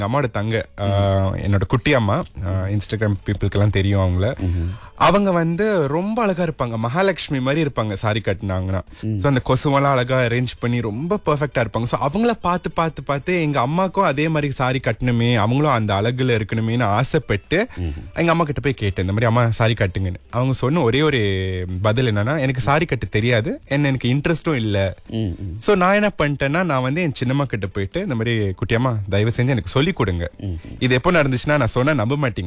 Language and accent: Tamil; Klang, Selangor, Malaysia; நான் கிளாங் பையன், கிளாங்ல தான் பிறந்து வளர்ந்து படிச்சு அங்கதான் இருந்தேன்